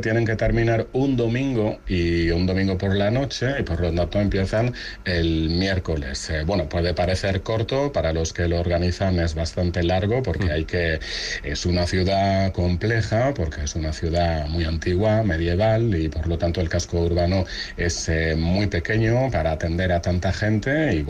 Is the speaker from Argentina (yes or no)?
no; Nouvelle-Aquitaine, France; nosotros, como no somos de Bayona, sino que de Sempere y de otras localidades